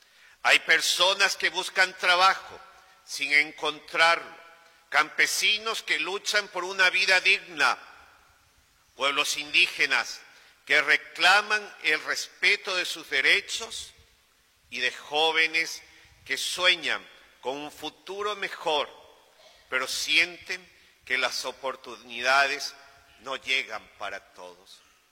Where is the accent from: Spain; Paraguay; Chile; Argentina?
Paraguay; nuestra identidad como paraguayos